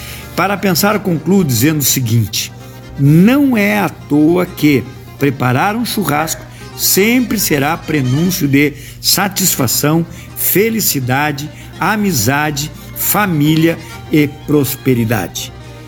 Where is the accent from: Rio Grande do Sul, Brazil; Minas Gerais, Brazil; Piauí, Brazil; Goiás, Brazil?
Rio Grande do Sul, Brazil; Uruguaiana; em homenagem à fronteira oeste do Rio Grande, minha terra uruguaiana, aonde se tem a maior produção bovina de qualidade do Brasil